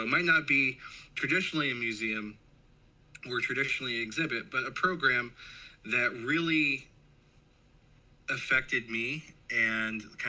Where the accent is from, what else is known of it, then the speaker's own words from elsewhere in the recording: Baltimore, Maryland, United States; I grew up in Baltimore, Maryland, inner city Baltimore, Maryland in the early 2000s, which was quite the place to be in the early 2000s.